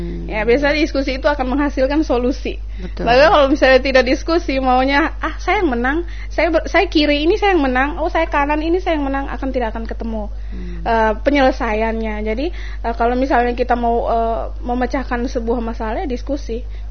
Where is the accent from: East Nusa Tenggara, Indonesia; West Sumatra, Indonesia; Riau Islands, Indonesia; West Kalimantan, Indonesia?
East Nusa Tenggara, Indonesia; Alor; Karena memang di Alor itu, saya kebetulan dari Alor. Di Alor itu kami bahkan dalam satu rumah itu banyak agamanya.